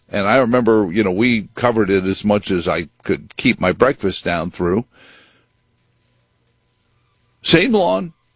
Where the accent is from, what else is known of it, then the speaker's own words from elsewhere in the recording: Virginia, United States; my home state of Virginia.